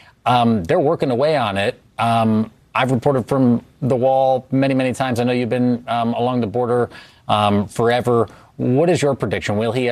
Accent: Los Angeles, California, United States; my favorite show as a preteen and young man growing up in Pacific Palisades, California.

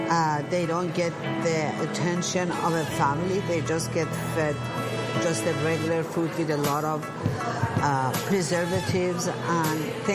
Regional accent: Iran; now in United States; I'm from Iran, but the food actually is from Middle East.

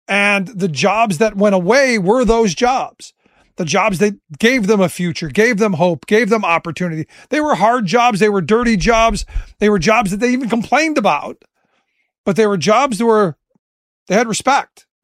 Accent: Cleveland, Ohio, United States; I go back to my hometown of Cleveland.

